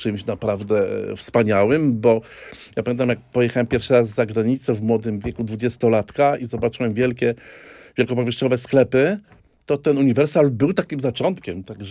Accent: Głowno, Łódź Voivodeship, Poland; Głowno, Łódź Kaliska, w wieku 14 lat przywoziłem, będąc trochę łodzianinem.

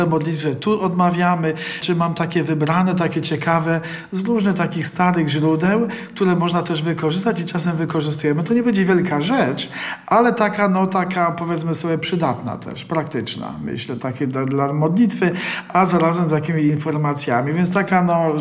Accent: Tarnów, Lesser Poland, Poland; born there; moved away; pochodzę z Tarnowa, z parafii katedralnej.

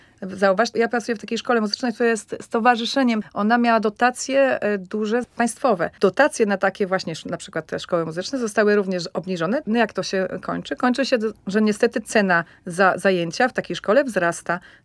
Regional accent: Łódź, Łódź Voivodeship, Poland; jak ktoś mnie zapyta, skąd jesteś, no to mówię, z miasta Łodzi. No nie jest znane to miasto na świecie, w Europie za bardzo

